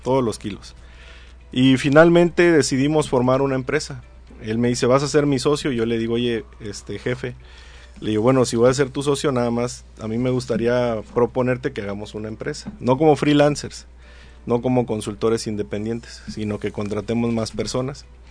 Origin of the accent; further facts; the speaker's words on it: Acapulco, Guerrero, Mexico; also born or lived in State of Mexico; Llegamos a Acapulco. Hago aquí pues toda mi vida. Yo soy acapulqueño. Aunque nací en el Estado de México, pues desde los 2 años vivo aquí. No me acuerdo nada de allá. Si me preguntan, prácticamente toda mi vida ha sido en Acapulco.